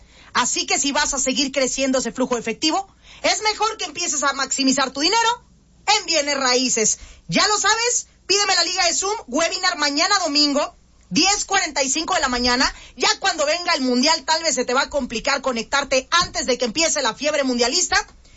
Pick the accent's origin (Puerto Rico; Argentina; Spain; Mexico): Mexico; en mi país es un país futbolero.